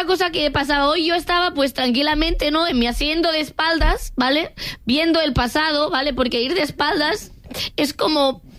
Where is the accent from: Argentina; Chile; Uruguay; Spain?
Spain; Catalonia; como persona catalana esto me